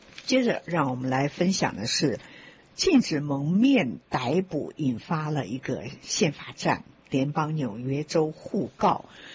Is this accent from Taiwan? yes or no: no; China; 因为我们中国人嘛，我每次都讲说中国人讲的是君无戏言